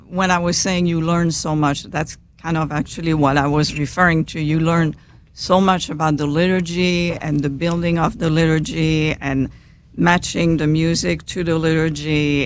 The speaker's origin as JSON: {"language": "English", "country": "Belgium", "also_born_or_lived": "Huntsville, Alabama", "first_language": "French", "second_language": "English", "moved": "as an adult", "lives_now": "United States", "said": "So as you can tell, I have a little bit of an accent. I'm originally from Belgium, and French is my native language. I came to the United States a long time ago with a scholarship after university."}